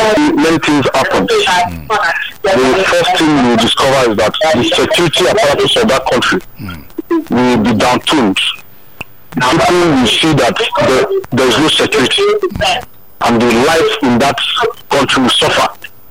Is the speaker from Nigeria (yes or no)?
yes; Edo, Nigeria; I was born and brought up in Edo State. I know what Edo State is like.